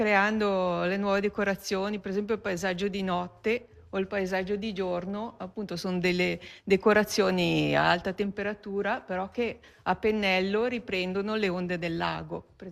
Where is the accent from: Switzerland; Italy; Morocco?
Switzerland; Gandria, Ticino; io sono nata a Gandria.